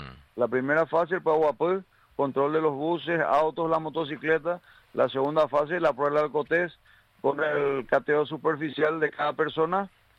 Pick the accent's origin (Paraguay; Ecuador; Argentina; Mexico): Paraguay; Todos somos albirroja, todos somos paraguayos.